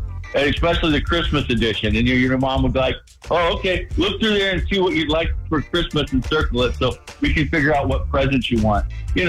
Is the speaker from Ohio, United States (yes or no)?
yes; Ohio, United States; growing up in Ohio, we actually had the mall there.